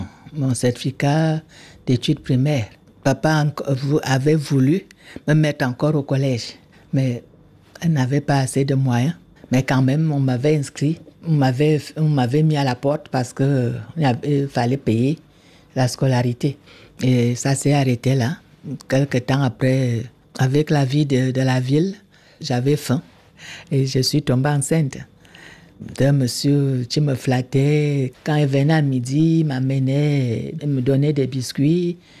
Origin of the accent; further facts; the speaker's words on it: Cameroon; moved away; Je viens du Cameroun.